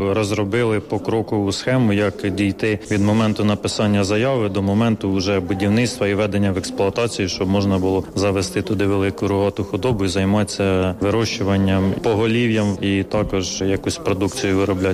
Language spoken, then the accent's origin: Ukrainian; Lokhvytsia, Poltava Oblast, Ukraine; Я з Лохвиці, не знаю, яка там ситуація за 12 кілометрів у Васильках